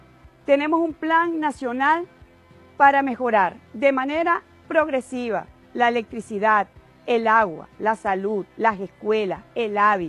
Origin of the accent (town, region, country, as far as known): Venezuela